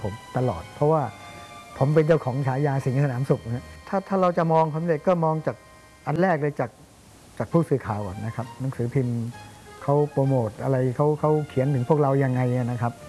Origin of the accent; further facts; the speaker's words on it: Phitsanulok, Thailand; พอผมเรียนประถมที่จังหวัดพิษณุโลกนะผมเป็นคนพิษณุโลกก็ได้ฝึกฝนจากพ่อบุญธรรมเยอะเด็กบ้านนอกนะครับ